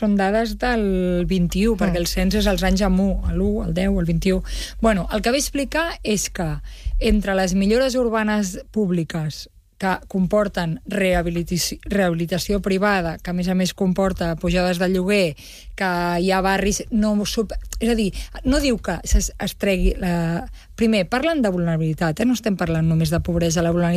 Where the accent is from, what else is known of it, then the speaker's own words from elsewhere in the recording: Catalonia, Spain; Jo soc de Sant Martí